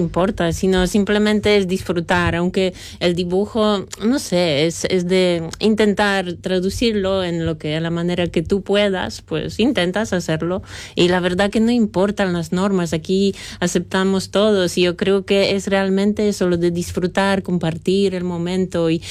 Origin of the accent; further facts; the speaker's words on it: Poland; Spanish is a second language; also born or lived in Portugal; now in Ourense, Spain; Sí, soy de Polonia.